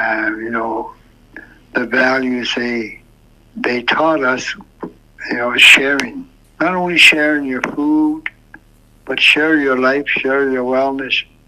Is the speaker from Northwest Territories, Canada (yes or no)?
yes; Tulita, Northwest Territories, Canada; Growing up in Goleta